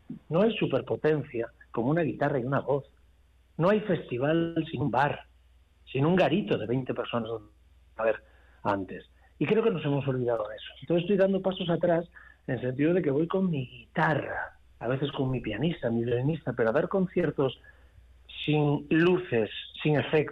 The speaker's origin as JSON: {"language": "Spanish", "town": "Ferrol", "region": "Galicia", "country": "Spain", "said": "Lo cuento porque soy del 83, de Ferrol, y a los de mi quinta, como hablásemos de psicólogo, psiquiatra, depresión, nos apartaban de la pandilla"}